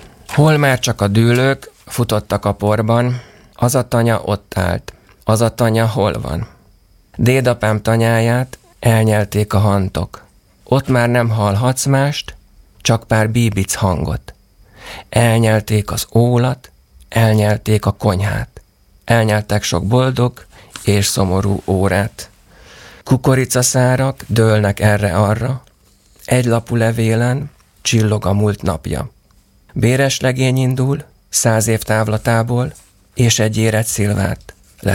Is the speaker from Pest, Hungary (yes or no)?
yes; Abony, Pest, Hungary; moved away; Én Abonyból származom, az egy alföldi, akkor nagyközség volt, most már város. Most is nagyon jó a kapcsolatom a városra, sokat visszajárok